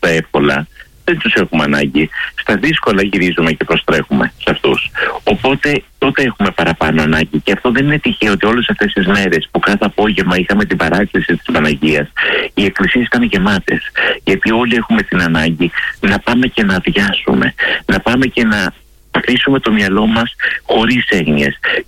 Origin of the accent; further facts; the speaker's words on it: Greece; αυτό είναι στο δικό μας το πετσί σαν Έλληνες